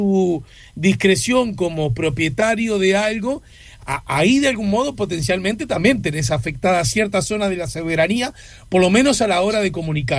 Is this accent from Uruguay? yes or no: yes; Uruguay